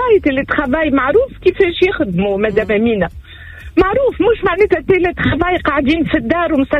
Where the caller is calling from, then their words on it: Tunisia; أنا من تونس … عمري 66 سنة